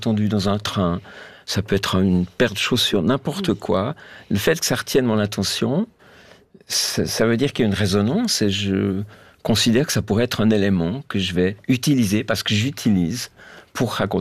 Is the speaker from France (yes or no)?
no; Switzerland; Je suis suisse, hein, mes débordements